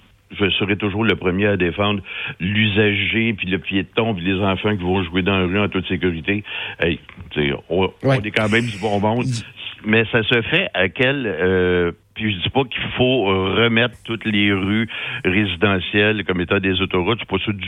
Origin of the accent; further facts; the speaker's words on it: Montreal, Quebec, Canada; accent: Montreal; moved away; Montréal, j'en suis natif, j'y ai habité quand même pendant 42 ans